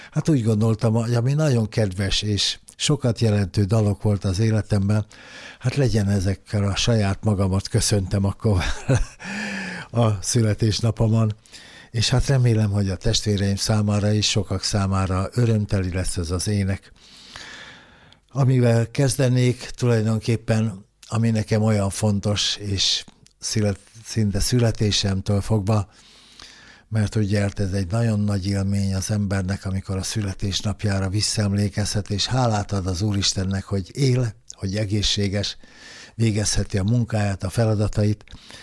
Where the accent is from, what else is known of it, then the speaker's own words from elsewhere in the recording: Hungary; also born or lived in Újpest; én ott születtem a Duna mellett, itt is éltem szinte életem nagy részét, egy rövid ideig voltam csak távol, amikor éppen honvédségbe sorozott